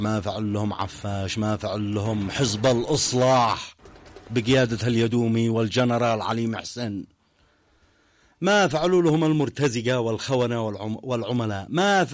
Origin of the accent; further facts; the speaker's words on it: Yemen; بلادنا اليمن